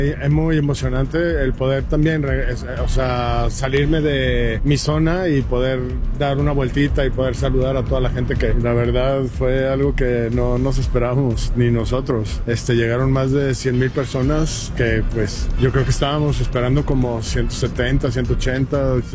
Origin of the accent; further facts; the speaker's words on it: Jalisco, Mexico; muy agradecido con mi tierra, con Jalisco, siempre, que siempre desde el principio me abrió las puertas